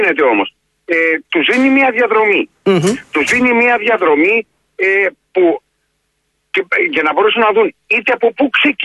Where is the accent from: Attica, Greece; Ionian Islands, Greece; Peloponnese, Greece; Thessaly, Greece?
Peloponnese, Greece; όπως λένε και στο χωριό μου στην Πελοπόννησο